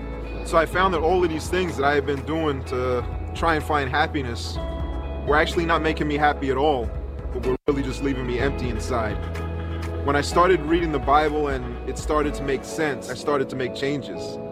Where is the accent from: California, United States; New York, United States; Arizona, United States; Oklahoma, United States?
New York, United States; New York City; moved away as an adult; I grew up here in New York City.